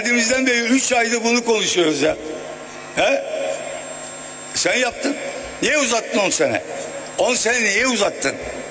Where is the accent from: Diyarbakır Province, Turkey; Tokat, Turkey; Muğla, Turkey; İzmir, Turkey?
Diyarbakır Province, Turkey; born there; Bak yine ben öyle değilim. Ben Diyarbakır ve Erganacık kasasında doğdum. Bizde öyle bir şey yoktu.